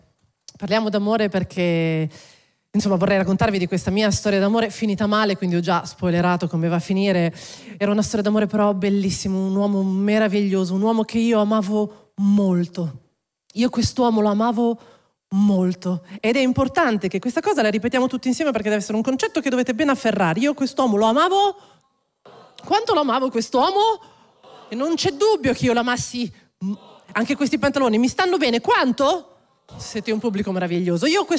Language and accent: Italian; Sondrio, Lombardy, Italy; Il fatto è che io sono di su. Sono di tanto su. Se sono di su, io sono di Sondrio. Tu lo sai dove è Sondrio?